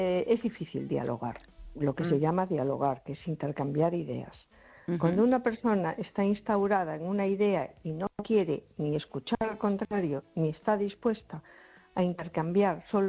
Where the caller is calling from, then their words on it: A Coruña, Galicia, Spain; de Coruña.